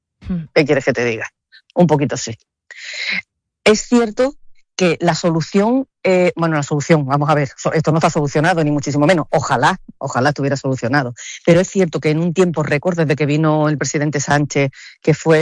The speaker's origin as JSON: {"language": "Spanish", "region": "Ceuta", "country": "Spain", "tie": "born there", "said": "Es que yo nací aquí ya, yo soy hija de la emigración."}